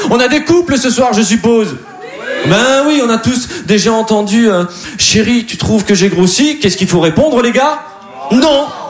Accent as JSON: {"language": "French", "town": "Dunkirk", "region": "Hauts-de-France", "country": "France", "said": "Eh ben moi, je suis de Dunkerque. Et vous voyez bien, je parle bien. Je conjugue les verbes."}